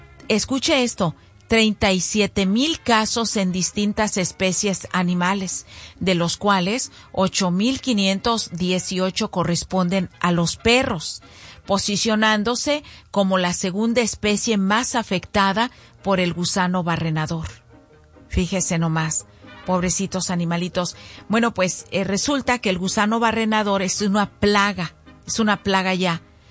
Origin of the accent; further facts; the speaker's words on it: Zacualco de Torres, Jalisco, Mexico; moved away; allá en el kiosco de allá de mi pueblo, de Zacualco de Torres.